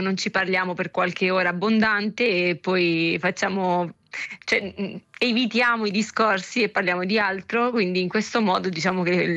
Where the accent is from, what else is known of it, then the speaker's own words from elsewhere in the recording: Ostia, Lazio, Italy; E l'Italia, io sono di Ostia, e diciamo che quale umidità e caldo ci sta avvolgendo